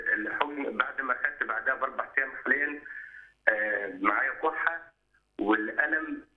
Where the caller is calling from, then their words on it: Minya, Minya Governorate, Egypt; حنا بوشر من المنيا